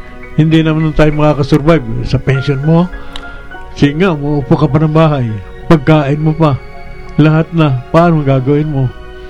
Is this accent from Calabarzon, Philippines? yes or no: yes; Taal, Calabarzon, Philippines; Ako, tubong Batangas ako. Batangas talaga, Taal.